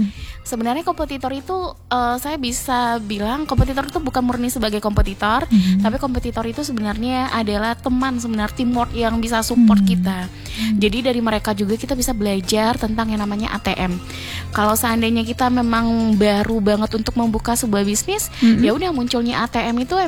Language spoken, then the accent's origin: Indonesian; Padang, West Sumatra, Indonesia; Iya, saya asli Padang. Asli orang Minang.